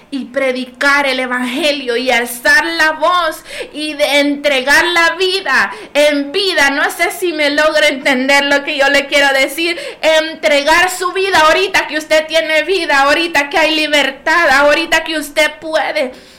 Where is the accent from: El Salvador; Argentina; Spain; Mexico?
El Salvador; todos estamos seguros en el país de El Salvador